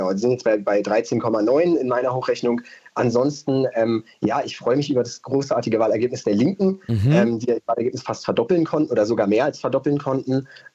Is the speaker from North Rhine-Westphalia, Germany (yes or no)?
no; Berlin, Germany; born there; mir persönlich als gebürtigen Berliner schmerzt es natürlich, wenn wir zum zweiten Mal in Folge einen CDU-Bürgermeister haben.